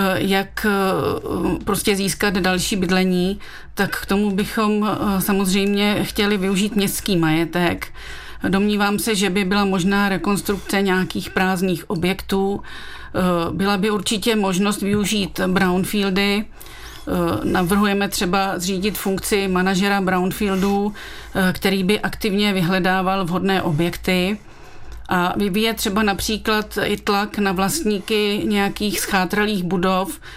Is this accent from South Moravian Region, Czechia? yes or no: no; Liberec, Liberec Region, Czechia; Narodila jsem se v Liberci a jsem vlastně pátá generace … a žijeme tady v Liberci v Ruprechticích od roku 1850.